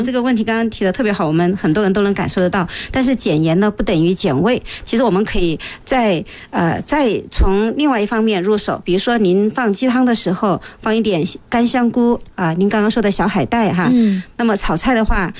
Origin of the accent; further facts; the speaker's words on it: Yichang, Hubei, China; 我们宜昌人